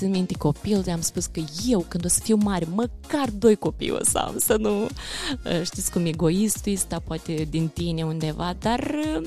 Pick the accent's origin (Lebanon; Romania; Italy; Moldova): Moldova; Drochia, Drochia District; moved away; also born or lived in Bălți; Vin din satul Drochia, raionul Drochia, un sat frumos.